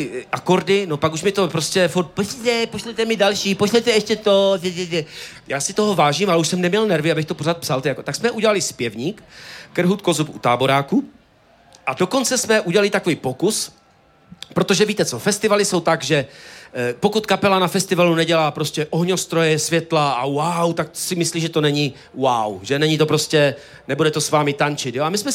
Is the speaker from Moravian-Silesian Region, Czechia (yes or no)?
yes; Ostrava, Moravian-Silesian Region, Czechia; Já dám písničku o Ostravě. To bych to tak završil, to bude možná hezké, když jsem Ostravák.